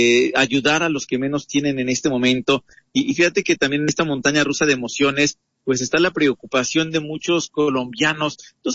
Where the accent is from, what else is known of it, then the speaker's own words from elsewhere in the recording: Mexico; Porque a lo mejor ustedes dirán, bueno, somos mexicanos, no nos afecta.